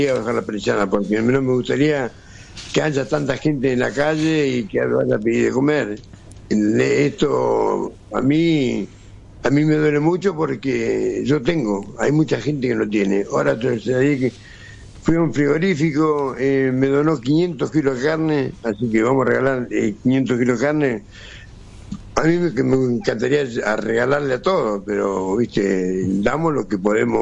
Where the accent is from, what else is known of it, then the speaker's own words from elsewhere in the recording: Argentina; yo soy argentino.